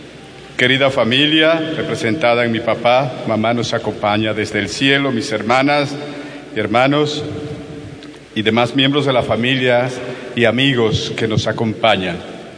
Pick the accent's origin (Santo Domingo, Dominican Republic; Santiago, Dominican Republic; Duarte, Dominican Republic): Duarte, Dominican Republic; San Francisco de Macorís; born there; also born or lived in Barahona; todos los que han venido desde Barahona, de donde vengo, y de San Francisco de Macorís, donde nací y di los primeros pasos en la fe.